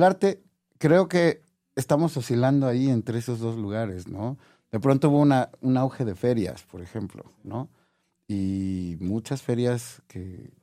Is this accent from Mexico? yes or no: yes; Mexico